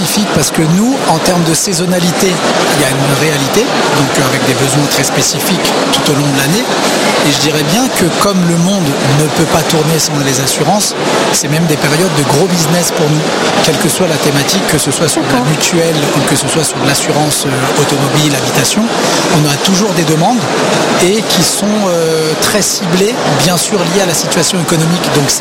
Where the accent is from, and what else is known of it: Sarcelles, Île-de-France, France; born or raised there